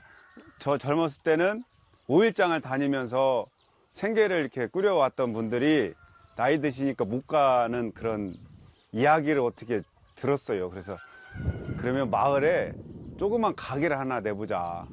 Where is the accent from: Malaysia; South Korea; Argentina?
South Korea; Seocheon, South Chungcheong; 저는 여기가 고향인데